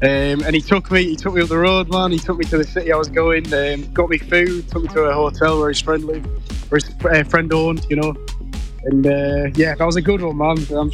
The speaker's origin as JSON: {"language": "English", "region": "England", "country": "United Kingdom", "lives_now": "Thailand", "said": "I'm from England originally. I'm currently in Thailand and yeah, I'm living the dream, you know?"}